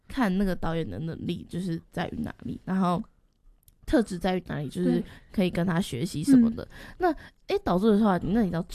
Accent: Kaohsiung, Taiwan; 因为我是高雄人，完全懂。

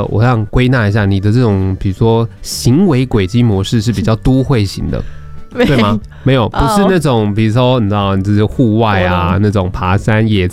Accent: central Taiwan, Taiwan; moved away as an adult; now in Taipei, Taiwan; 像我是中部人嘛

